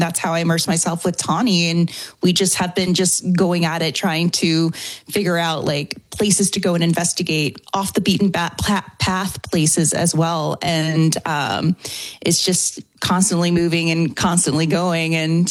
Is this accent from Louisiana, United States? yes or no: yes; New Orleans, Louisiana, United States; I am originally from a very haunted city. I'm from New Orleans, and I have been growing up around a lot of lore, a lot of haunted places, and a lot of stories.